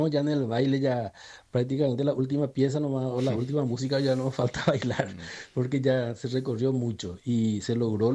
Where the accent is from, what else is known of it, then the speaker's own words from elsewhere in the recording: Paraguay; moved away as an adult; now in Taiwan; nosotros somos obreros de Paraguay fuera del país